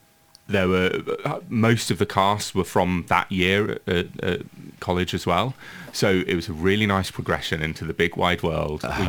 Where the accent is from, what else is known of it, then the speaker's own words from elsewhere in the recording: Grantham, East Midlands, United Kingdom; moved away; I grew up in a small town in Lincolnshire, in Grantham. So the art scene, the music scene was very limited